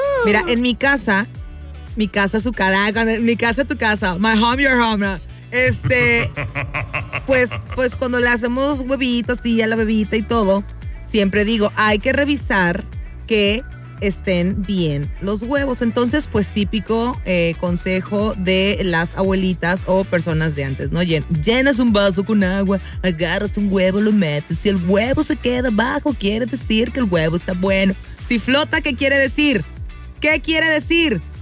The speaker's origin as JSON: {"language": "Spanish", "country": "Mexico", "said": "las frases que decimos como mexicanos"}